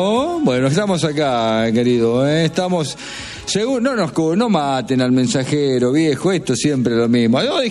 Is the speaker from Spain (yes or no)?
no; Argentina; échale la culpa a otro siempre como buen argentino.